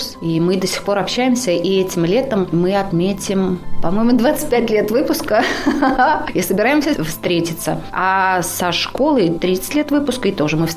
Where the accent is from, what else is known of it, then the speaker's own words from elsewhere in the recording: Dmitriev, Kursk Oblast, Russia; born there; Я родилась в Курской области, маленький городок, который называется Дмитриев.